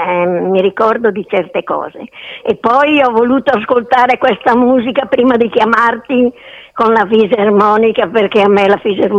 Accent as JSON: {"language": "Italian", "town": "Montichiari", "region": "Lombardy", "country": "Italy", "tie": "born there", "said": "sono bresciana, sono nata alla Fascia d'Oro di Montichiari."}